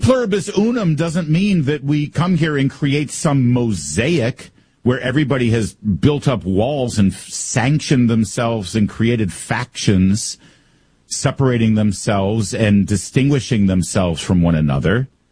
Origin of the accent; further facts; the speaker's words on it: Michigan, United States; I am from Michigan, and I do root for the Michigan Wolverines.